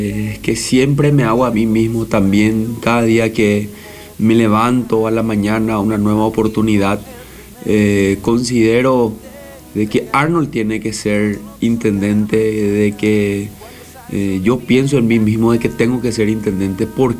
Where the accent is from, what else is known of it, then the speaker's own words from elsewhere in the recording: Presidente Franco, Alto Paraná, Paraguay; Sí, yo soy nacido y crecido en la ciudad de Presidente Franco. Mis padres ya son de Presidente Franco, somos pioneros en Presidente Franco.